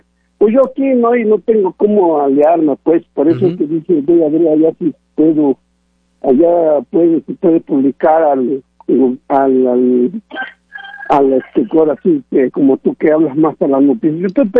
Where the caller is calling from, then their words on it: Putla de Guerrero, Oaxaca, Mexico; yo estoy en Putla de Guerrero, Oaxaca.